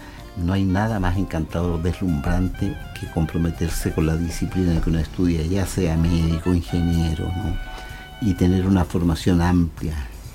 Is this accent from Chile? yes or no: yes; La Serena, Coquimbo, Chile; born there; a la gente de esta tierra, de mi tierra, el cariño y el compromiso eterno de quien nació aquí en la ciudad de La Serena, en la calle Tomei.